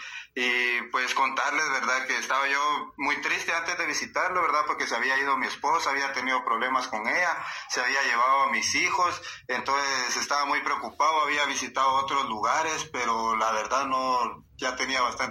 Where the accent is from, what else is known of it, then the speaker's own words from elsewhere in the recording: Tiquizate, Escuintla, Guatemala; De Tiquizate, de Escuintla.